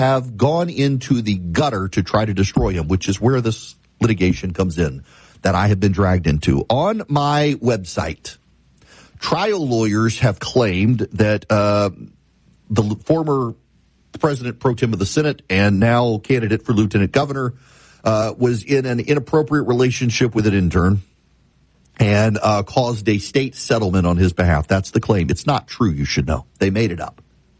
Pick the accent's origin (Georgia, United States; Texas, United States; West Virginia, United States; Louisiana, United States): Louisiana, United States; born or raised there